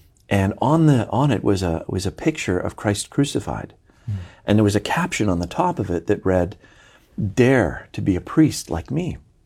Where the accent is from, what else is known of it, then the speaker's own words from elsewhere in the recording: British Columbia, Canada; So I grew up in British Columbia, Canada, which is the westernmost province, for anybody who's unaware, just sort of north of Washington State.